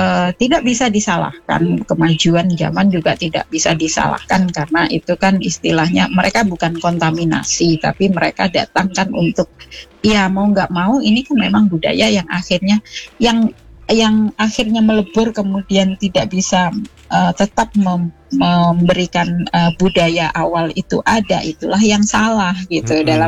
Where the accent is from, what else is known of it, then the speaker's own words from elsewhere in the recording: Malang, East Java, Indonesia; Saya nggak pernah diakuin kalau orang Malang. Kalau di sini mereka nggak percaya kalau saya itu orang Malang, katanya logatnya udah hilang gitu.